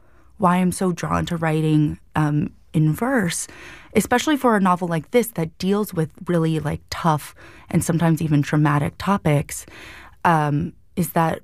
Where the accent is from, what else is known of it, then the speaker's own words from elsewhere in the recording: Hawaii, United States; this is something that I very much so have dealt with my whole life as a fair-skinned Kanaka Maoli.